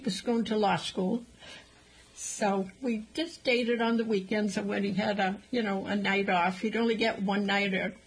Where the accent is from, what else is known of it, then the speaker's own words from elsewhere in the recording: Medford, Massachusetts, United States; born there; I was born in Medford. I went to schools in Catholic schools. I went to St. Agnes in Arlington, and then I went to St. Joe's All-Girls School in Somerville.